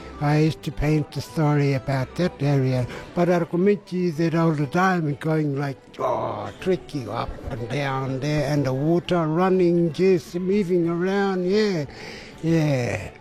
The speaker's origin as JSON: {"language": "English", "region": "Northern Territory", "country": "Australia", "said": "I'm from the Ilfra homeland, from the Blumet Bay."}